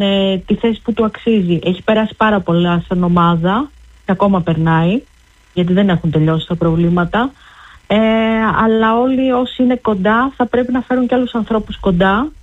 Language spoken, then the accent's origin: Greek; Athens, Attica, Greece; είμαι από την Αθήνα, έτσι.